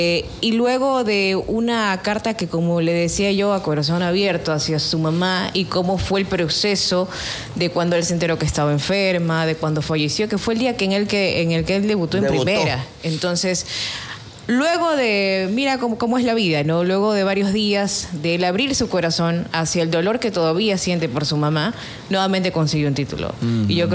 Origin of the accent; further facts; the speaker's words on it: Ecuador; Soy el primer ecuatoriano en ganar una Champions, es especial.